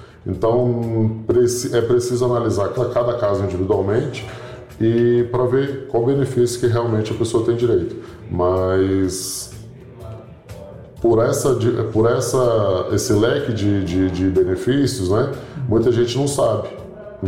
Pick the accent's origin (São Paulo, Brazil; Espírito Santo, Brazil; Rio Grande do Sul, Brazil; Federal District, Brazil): Federal District, Brazil; Brasília; Fui criado em Ceilândia, Riacho Fundo.